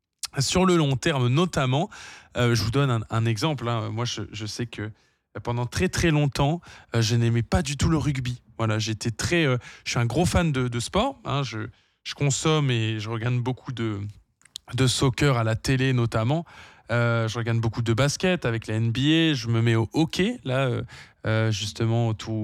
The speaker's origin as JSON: {"language": "French", "region": "northern France", "country": "France", "moved": "as an adult", "lives_now": "Canada"}